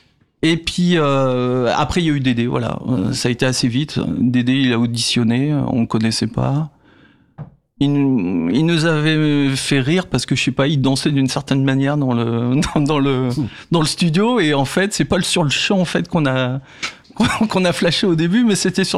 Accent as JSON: {"language": "French", "town": "Vitry-sur-Seine", "region": "Île-de-France", "country": "France", "tie": "born or raised there", "said": "Moi, je viens de Vitry"}